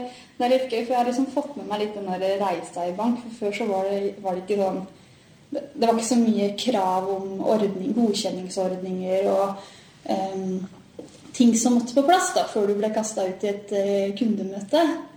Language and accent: Norwegian; Buskerud, Norway; Født og oppvokst I Hallingdal, kan jeg jo si. For jeg jo bodd på Nes egentlig som I starten, og så har jeg vært på Gol de siste årene.